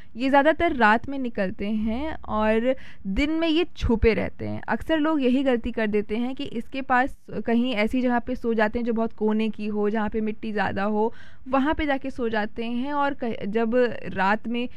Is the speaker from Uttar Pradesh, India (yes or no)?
yes; Uttar Pradesh, India; क्योंकि देखिए हम उत्तर प्रदेश से बिलोंग करते हैं